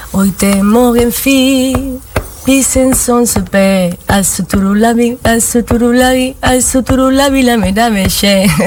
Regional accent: Granada, Andalusia, Spain; also born or lived in Osnabrück, Germany; Nací en Alemania porque mis padres se fueron allí a emigrar, pero vamos, que yo soy de Granada. Mi gente de Granada, toda del Sacromonte.

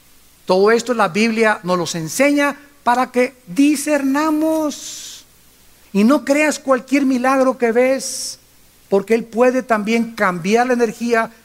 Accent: Acapulco, Guerrero, Mexico; moved away; nosotros casi somos de Guerrero, ¿verdad? A los 2 años de nacidos fuimos a vivir a Acapulco. Ahí hicimos la primaria, la secundaria, mis hermanos, mis hermanas, en Acapulco.

